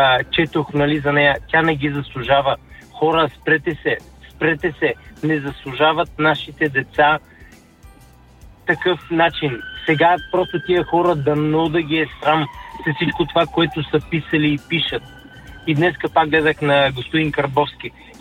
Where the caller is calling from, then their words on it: London, United Kingdom; от Лондон.